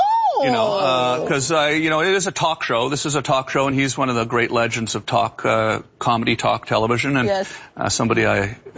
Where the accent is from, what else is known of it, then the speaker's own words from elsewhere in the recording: Canada; also born or lived in Los Angeles, United States; what am I doing here? I'm Canadian, you know?